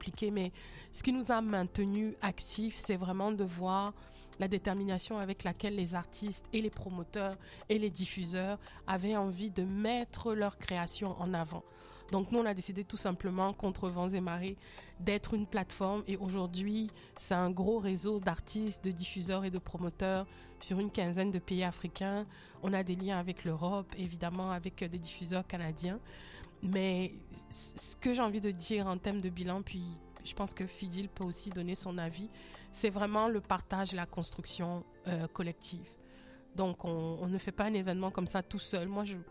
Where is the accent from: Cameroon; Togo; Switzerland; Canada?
Cameroon; On a beaucoup de folie chez nous au Cameroun.